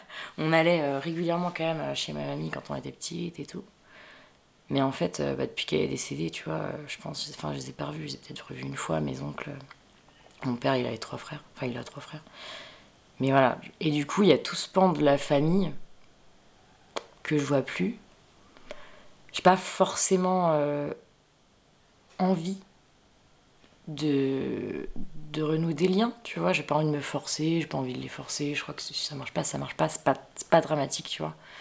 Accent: Brittany, France; je suis née, enfin, je suis bretonne et j'ai un attachement très fort à la Bretagne et à d'où je viens.

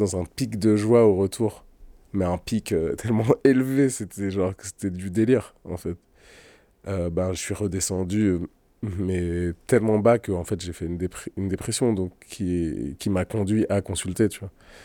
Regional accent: Bati, Amhara, Ethiopia; Bati, c'est d'où je viens, donc à côté de Dessie et Kombolcha, dans l'ancienne province du Wollo, qui est en région Amara, à l'entrée du désert Afar, là où on a trouvé Lucie, l'Australopithèque. Moi, je viens de tout près de là.

